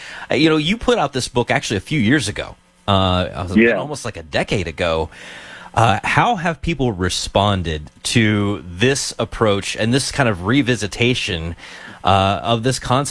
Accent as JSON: {"language": "English", "region": "Kentucky", "country": "United States", "tie": "born or raised there", "also_born_or_lived": "Australia", "said": "I was a Kentucky kid working for Canadian television in Australia, and I came back. My accent was a mess."}